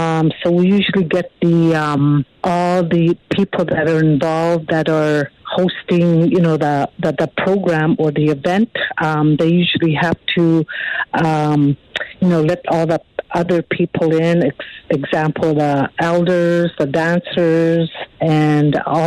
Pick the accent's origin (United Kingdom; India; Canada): Canada; Siksika Nation, Alberta